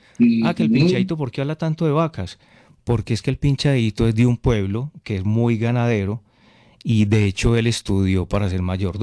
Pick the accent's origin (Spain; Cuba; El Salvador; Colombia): Colombia; crecí pues directamente ahí en zona cafetera.